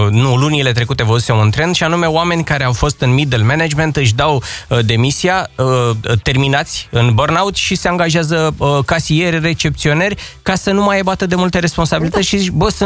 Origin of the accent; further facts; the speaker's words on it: Arad, Arad County, Romania; also born or lived in Italy; din Arad, după 20 de ani în Italia, unde am lucrat în confecții metalice Sudor